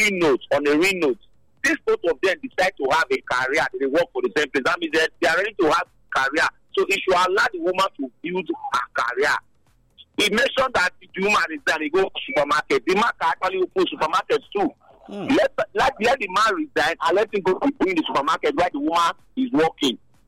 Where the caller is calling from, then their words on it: Benin City, Edo, Nigeria; I come from Benin, South Africa Road.